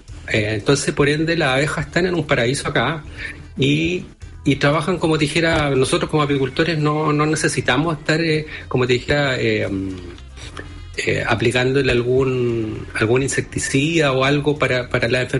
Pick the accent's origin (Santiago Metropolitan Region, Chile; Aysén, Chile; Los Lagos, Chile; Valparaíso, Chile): Santiago Metropolitan Region, Chile; Santiago; Bueno, yo soy continental, santiaguino, ya nací en Santiago, viví bastantes años en Santiago, y me vine por una posibilidad de cambio de vida acá con mi familia, ya hace 16 años